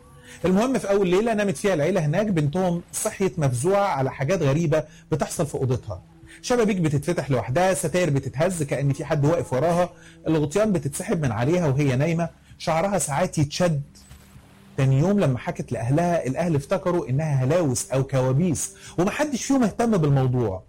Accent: Egypt; وعندنا في مصر تشهد

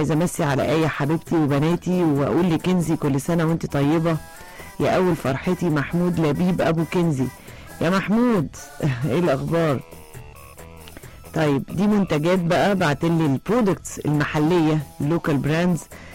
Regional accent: Egypt

